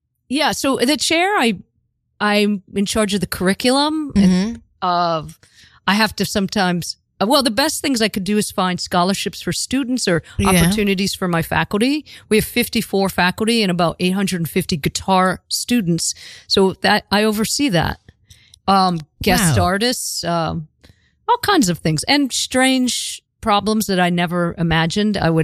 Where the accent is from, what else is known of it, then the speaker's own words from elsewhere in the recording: Pittsburgh, Pennsylvania, United States; moved away as an adult; now in New York, United States; From Pittsburgh